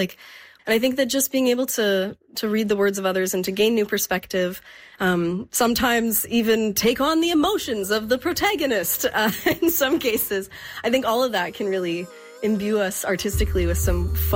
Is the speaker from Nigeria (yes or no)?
no; Fort McMurray, Alberta, Canada; born there; now in Edmonton, Canada; I'm a singer-songwriter and a multidisciplinary artist from Edmonton, Alberta. I was born in Fort McMurray and now reside in the Treaty 6 region.